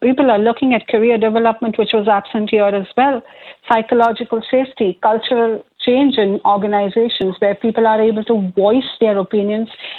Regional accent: India; moved away; I come from India

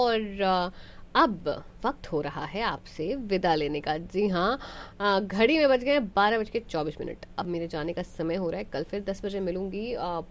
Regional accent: Patna, Bihar, India; now in Dallas, United States; हम बिहार से हैं, पटना से हैं और डैलस में हैं, आपको एंटरटेन कर रहे हैं।

